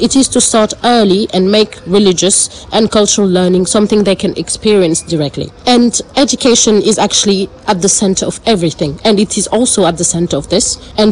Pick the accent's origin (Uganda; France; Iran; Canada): France; growing up in France means being exposed to many different cultures and religious celebrations.